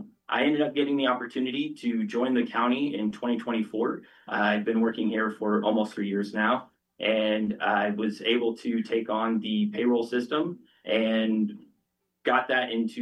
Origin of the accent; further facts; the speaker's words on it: Kearney, Missouri, United States; I am running for the Boone County Auditor's position. I grew up in Kearney, Missouri